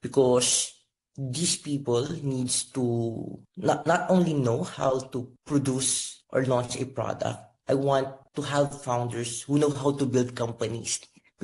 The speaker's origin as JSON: {"language": "English", "country": "Philippines"}